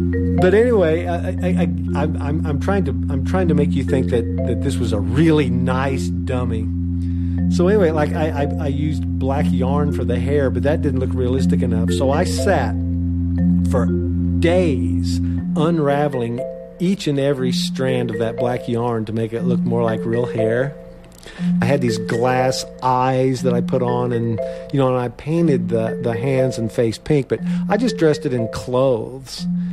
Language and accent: English; Tell City, Indiana, United States; my hometown down in Tell City, Indiana.